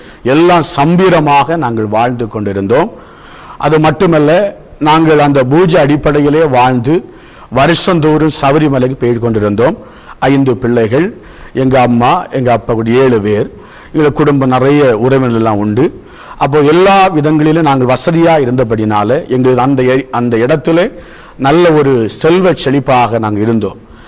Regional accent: Kollankodu, Tamil Nadu, India; நாங்கள் இந்து குடும்பத்திலே பிறந்து வளர்ந்தவர்கள். நான் பிறக்கும்போதே இந்து குடும்பம் கொல்லங்கோடு பகுதியிலே சிறுவைபுரம் பகுதியிலே, அந்த இடத்துல எங்களுக்கு சொந்த ஒரு கோவில் உண்டு.

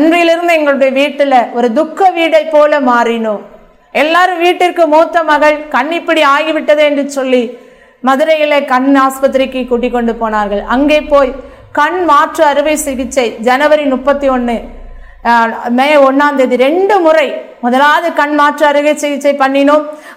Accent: Pithanadarpatti, Tamil Nadu, India; moved away as an adult; now in Rajapalayam, India; நாங்கள் இருக்கிற ஊர் ராஜபாளையம். என்னுடைய சொந்த ஊர் பித்தநாடார்பட்டி. நான் இப்பொழுது வசிக்கிற ஒரு என் திருமணமாகி நான் இருக்கிற இடம் ராஜபாளையம்.

